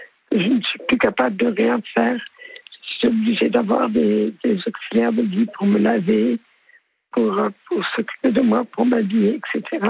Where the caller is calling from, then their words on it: Paris, Île-de-France, France; Après quoi, j'ai quitté Paris. Je suis allée continuer mes études d'agronome en gestion des ressources humaines. Mmh. Et ensuite, je suis revenue à Paris.